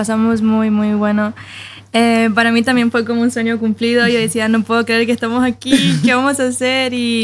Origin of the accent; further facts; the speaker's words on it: Barcelona, Anzoátegui, Venezuela; moved away as an adult; now in Norway; La ciudad se llama Barcelona.